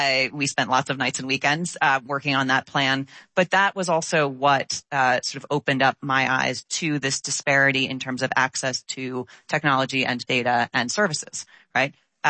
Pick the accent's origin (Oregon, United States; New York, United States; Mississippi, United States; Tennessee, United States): New York, United States; New York City; I'm born and raised in New York, I got to see parts of the city that I had always called home, in which I had never set foot.